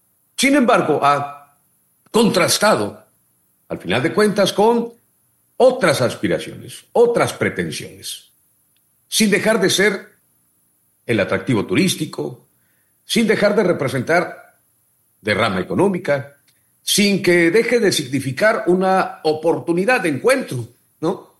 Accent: Oaxaca, Mexico; en las aspiraciones de nosotros como oaxaqueños y como país.

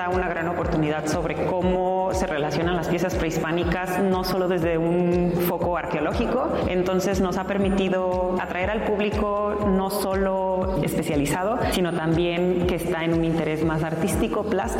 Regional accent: Mexico; forman parte de nuestra identidad como mexicanos.

